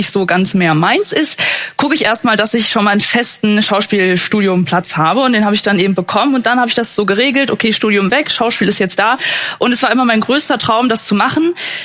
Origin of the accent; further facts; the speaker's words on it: Germany; Aber wenn ich als Deutsche mit sogar Migrationshintergrund sagen möchte, ich möchte meine Deutschlandfahne hinhängen, dann ist das natürlich verboten.